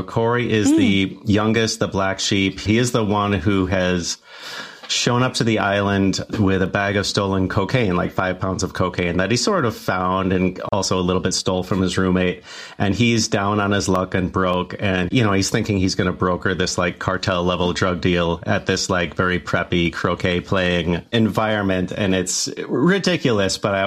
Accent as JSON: {"language": "English", "town": "Chicago", "region": "Illinois", "country": "United States", "said": "I'm from the Chicago area. And so Michigan is our beloved neighbor."}